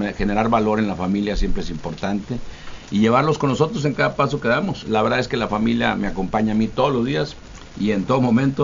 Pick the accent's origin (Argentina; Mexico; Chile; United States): Mexico; Ciudad Victoria, Tamaulipas; yo nací aquí en Ciudad Victoria hace ya 54 años